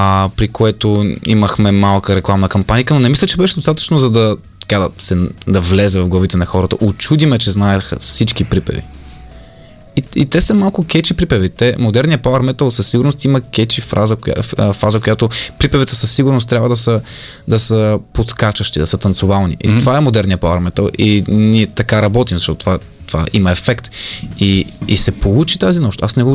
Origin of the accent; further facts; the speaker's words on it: Burgas, Burgas Province, Bulgaria; аз съм от Бургас. Това е моя роден град и там имаме основа.